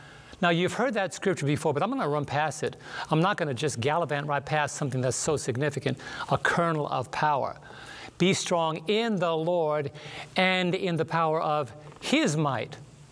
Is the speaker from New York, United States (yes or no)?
yes; New York City, New York, United States; when I was growing up in Brooklyn